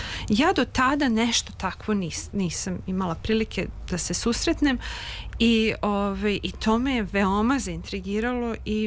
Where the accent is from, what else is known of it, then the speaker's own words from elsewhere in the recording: Peć, Peć District, Kosovo; now in Serbia; Tako je, rođena sam u Metohiji, u Peći, tamo sam završila osnovnu školu